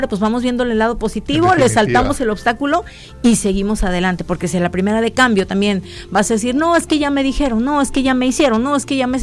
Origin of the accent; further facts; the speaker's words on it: Tepic, Nayarit, Mexico; yo estoy enamorada de Tepic en todos los sentidos, entonces me pesaba tanto, decía, ¿cómo voy a dejar de donde soy para irme a otro lado?